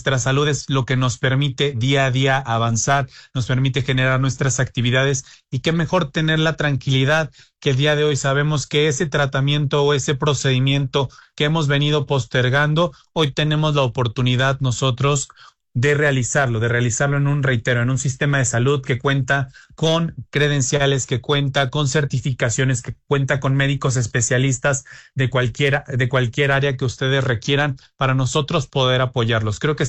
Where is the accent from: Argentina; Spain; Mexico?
Mexico; como comunidad mexicana siempre vamos cuidando nuestros ingresos